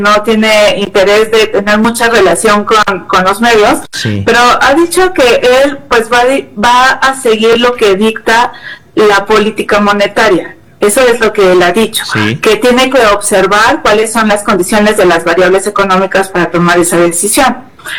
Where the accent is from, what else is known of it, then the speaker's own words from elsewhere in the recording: Mexico; ¿Qué nos interesa como mexicanos?